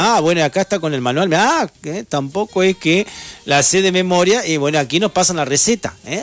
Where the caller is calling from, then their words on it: Loma Hermosa, Buenos Aires Province, Argentina; de Loma Hermosa, San Martín, Buenos Aires, ¿eh?